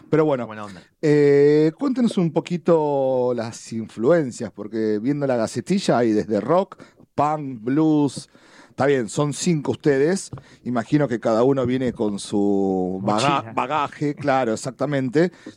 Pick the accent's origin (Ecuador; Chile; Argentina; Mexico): Argentina; Rosario, Santa Fe; a 50 kilómetros de Rosario, mi ciudad natal